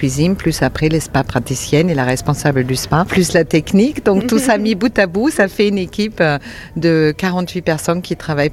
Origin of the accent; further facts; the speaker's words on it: Austria; French is a second language; moved away as an adult; also born or lived in Paris, France; now in Toulouse, France; Alors moi, je suis à Toulouse, donc j'ai toujours fait l'hôtellerie. Je suis originaire d'Autriche, où j'ai fait une école hôtelière. Je suis arrivée en France, on va dire, dans les années 92 à peu près. J'ai travaillé pendant longtemps à Paris